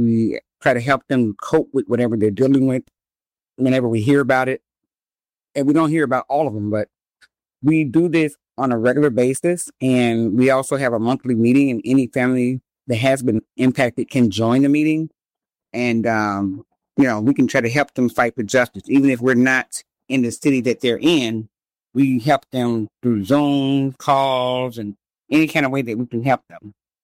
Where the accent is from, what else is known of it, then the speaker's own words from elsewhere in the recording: Chicago, Illinois, United States; I'm from Chicago, Illinois.